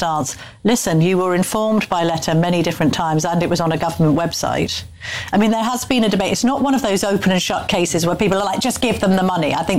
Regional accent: United Kingdom; should we try and make ourselves feel better about being British, Anna? Because we've had a difficult week.

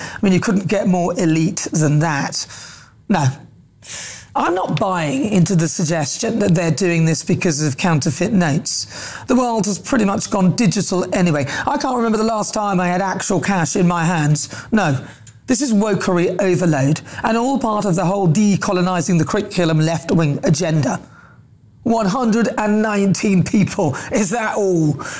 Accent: United Kingdom; I, for one, are so proud of being British.

